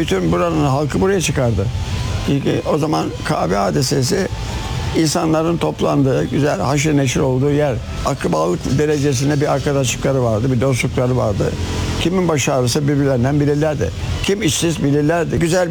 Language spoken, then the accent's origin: Turkish; Istanbul, Turkey; Ben oldum olası İstanbulluyum.